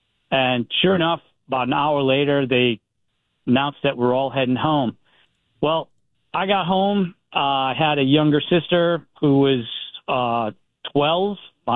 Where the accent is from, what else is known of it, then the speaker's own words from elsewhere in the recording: Lincoln, Rhode Island, United States; I grew up in Lincoln, and so I was 15 when that storm hit.